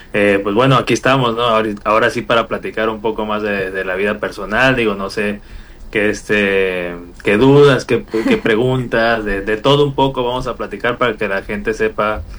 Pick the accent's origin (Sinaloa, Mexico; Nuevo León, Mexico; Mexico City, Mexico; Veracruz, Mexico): Veracruz, Mexico; San Juan Evangelista; estaba de vacaciones en mi casa en San Juan Evangelista, bueno, casa de mis papás en San Juan Evangelista, mi pueblito.